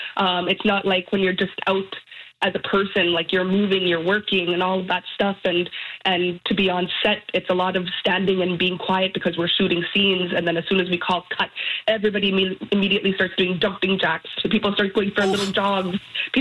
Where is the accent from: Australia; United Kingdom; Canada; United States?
Canada; Western Arctic; I come from the Western Arctic.